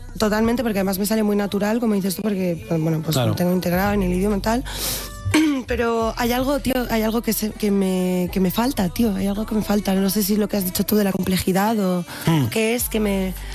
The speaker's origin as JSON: {"language": "Spanish", "town": "Madrid", "region": "Community of Madrid", "country": "Spain", "said": "Y me ha costado mucho reencontrarme como o aceptarme o creerme a mí misma como madrileña, ¿sabes?"}